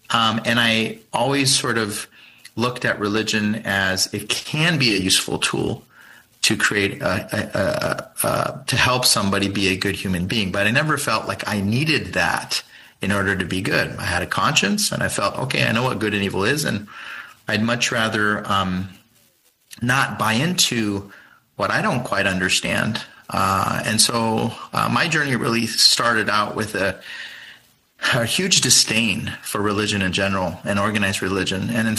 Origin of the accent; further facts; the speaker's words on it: Arizona, United States; I grew up in Arizona to two parents who really didn't talk about religion.